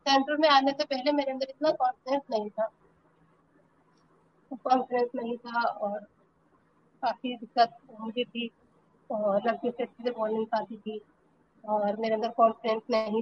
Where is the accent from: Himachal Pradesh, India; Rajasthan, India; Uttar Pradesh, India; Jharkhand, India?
Uttar Pradesh, India; Rampur; और मैं रामपुर शहर के छोटे से मोहल्ले कलकत्ता की रहने वाली हूँ।